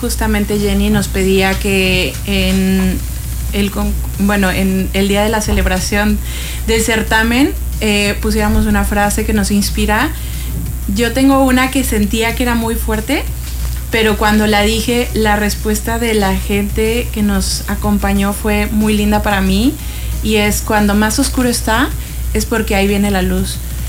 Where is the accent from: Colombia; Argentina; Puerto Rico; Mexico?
Mexico; Querétaro; also born or lived in Cuernavaca, Morelos, Mexico; now in Quintana Roo, Mexico; Yo también soy nacida en Cuernavaca, crecida en Querétaro y orgullosamente quintanarruense.